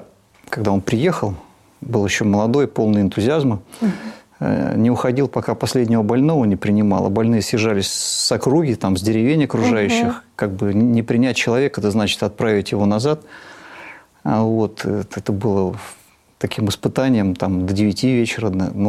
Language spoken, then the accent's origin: Russian; Tula Oblast, Russia; also born or lived in Siberia; Ну, я жил в разных местах. Родился в Сибири, но я этого как бы особенно не помню. А детство мое прошло в Тульской области. вот, на одной железнодорожной станции, где мой отец был врачом